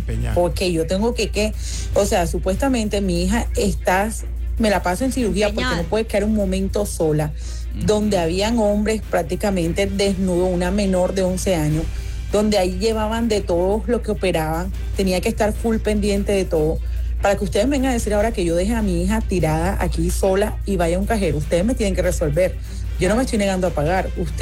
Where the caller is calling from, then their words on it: Galapa, Atlántico, Colombia; Yo vivo en Galapa.